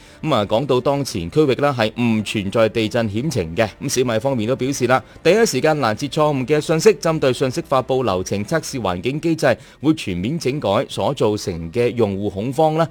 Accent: Guangdong, China; 俾到我哋广东人嘅感觉就系相当之清凉嘅

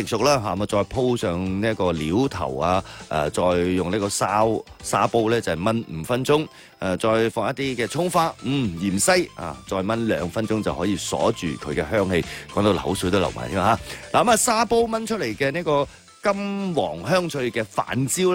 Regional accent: Guangdong, China; 我哋老广舌尖上嘅海味盛宴啦。

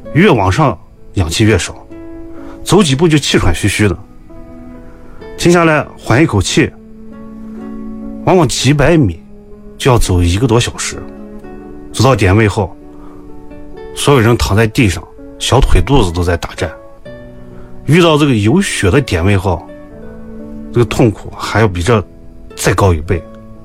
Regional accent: Xinjiang, China; 因为我是兵团长大的，兵团第三代

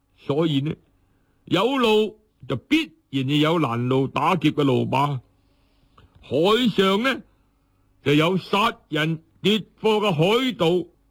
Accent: Guangdong, China; 他是我们广东人来的嘛，

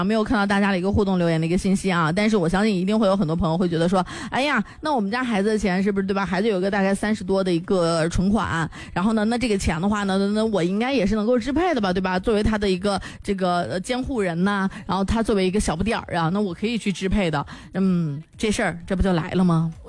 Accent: Linfen, Shanxi, China; accent: Linfen dialect; 我不能说临汾话啊，说临汾话就是范围比较大

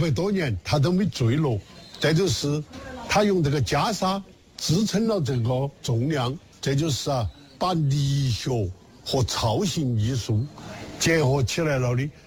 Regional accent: Sichuan, China; 你们叫热闹，我们四川人叫闹热。

